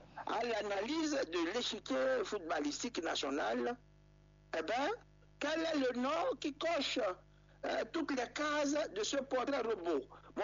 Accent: Benin; Nous sommes des Béninois.

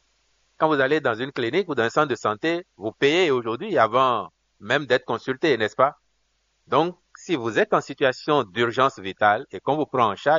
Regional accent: Benin

